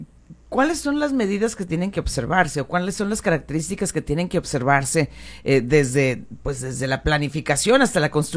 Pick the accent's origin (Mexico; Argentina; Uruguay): Mexico; Granados, Sonora; en el caso de Granados, de donde yo soy